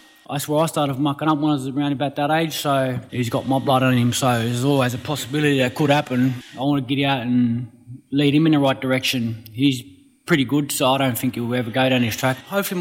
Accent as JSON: {"language": "English", "town": "Mount Druitt", "region": "New South Wales", "country": "Australia", "tie": "born or raised there"}